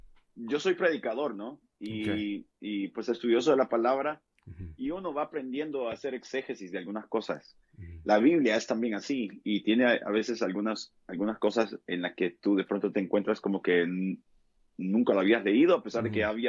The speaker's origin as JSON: {"language": "Spanish", "country": "El Salvador", "said": "soy salvadoreño, vivo en El Salvador y pues soy servidor de Jesucristo"}